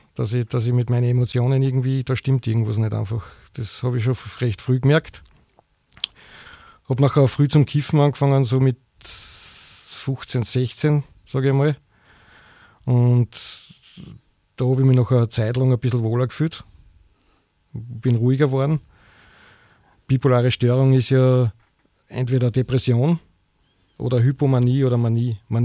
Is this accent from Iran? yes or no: no; Schladming, Styria, Austria; also born or lived in Graz; Also ich bin ja in der Obersteiermark aufgewachsen